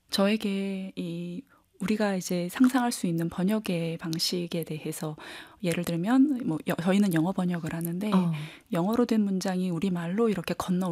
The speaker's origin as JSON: {"language": "Korean", "country": "South Korea", "tie": "born there", "first_language": "Korean", "said": "내가 이 땅에서 태어난 존재로서"}